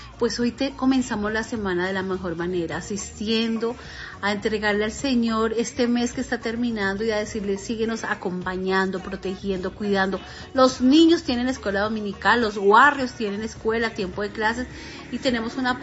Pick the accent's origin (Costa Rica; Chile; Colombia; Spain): Colombia; Es importante para usted como ciudadano colombiano y para mí, para mis hijos, para mis nietos.